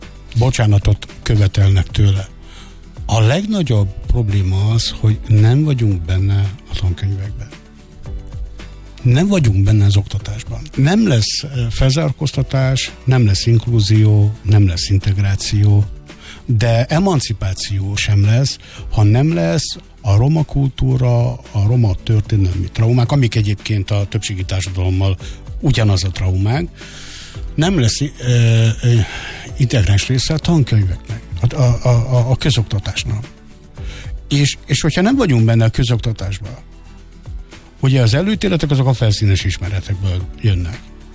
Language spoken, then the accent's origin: Hungarian; Hungary; Mi magyarok vagyunk.